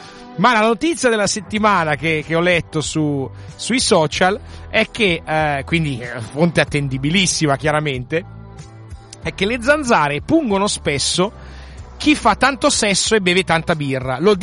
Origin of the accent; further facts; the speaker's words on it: Milan, Lombardy, Italy; now in Australia; Non come a Milano, non come da dove vengo io.